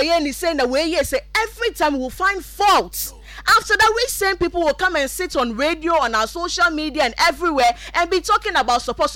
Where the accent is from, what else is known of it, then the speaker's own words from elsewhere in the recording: Ghana; Say, I am very disappointed as a Ghanaian.